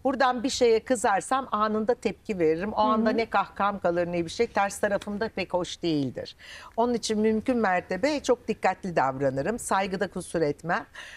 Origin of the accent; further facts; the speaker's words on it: Istanbul, Turkey; O yıldan bir de ben Büyükadalıyım. Büyükada'daki anılarım var, sanatçılarla anılarım var. Kendi İstanbulluyum doğma büyüme, o İstanbul'la bu İstanbul arasındaki farklar var.